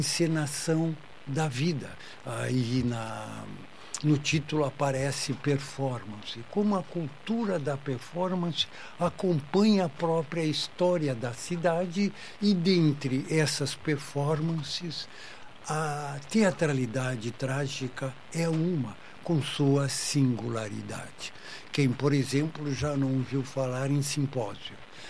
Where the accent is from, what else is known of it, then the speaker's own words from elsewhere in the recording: Brazil; nós, enquanto brasileiros